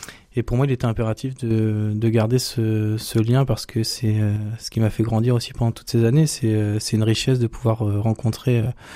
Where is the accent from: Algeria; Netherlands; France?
France; Argentan, Normandy; also born or lived in Caen; moi je suis issu d'Argentan, je suis un pur produit du terroir. Et je me suis exilé quelques années sur Caen